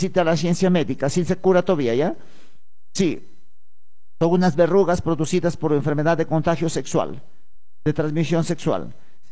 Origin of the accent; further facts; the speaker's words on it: Huancabamba Province, Piura, Peru; now in Huamachuco, Peru; yo no soy de aquí, siervos, no tengo voz ni cara de ser de aquí. ¿Ya? Sí, siervos. Yo soy de la provincia de Huancabamba. Mi tierra se llama Cachacoto, siervos, ¿ya? Cerca de Toluces, Sondorillo.